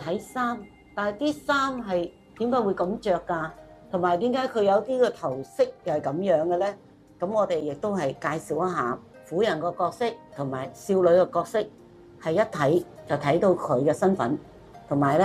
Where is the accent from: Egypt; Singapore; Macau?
Macau; 我呢就是澳门土生土长的，但是呢就是我是佛山人